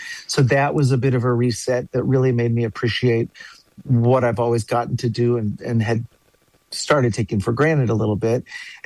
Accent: Dallas, Texas, United States; Well, I'm a seventh-generation Texan, and I grew up in the Dallas area.

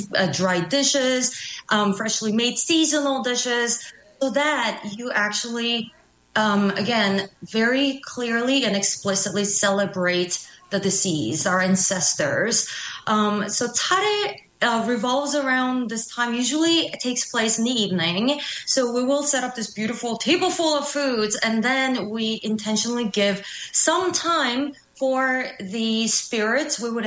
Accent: Seoul, South Korea; moved away as an adult; now in United States; I was born and raised in Korea, Seoul, South Korea, and I moved to the U.S. in 2015 to start my graduate studies.

